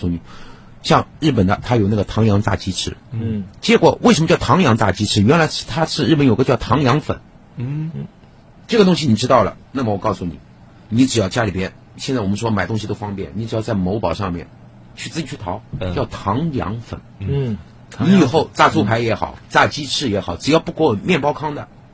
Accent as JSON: {"language": "Chinese", "country": "China", "said": "我们中国人"}